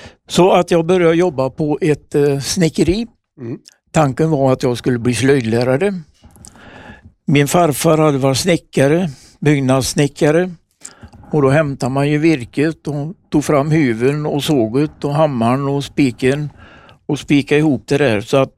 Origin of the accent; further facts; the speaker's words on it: Kinna, Västra Götaland County, Sweden; now in Tidaholm, Sweden; Ja, jag är inte född i de här trakterna. Jag kommer ifrån Kinna som ligger i Viskadalen.